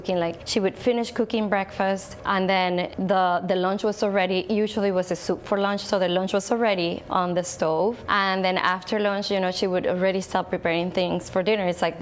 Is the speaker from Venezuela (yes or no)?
yes; Caracas, Capital District, Venezuela; moved away as an adult; now in Wisconsin, United States; Soy de Venezuela y llegué a Wisconsin hace 25 años ya.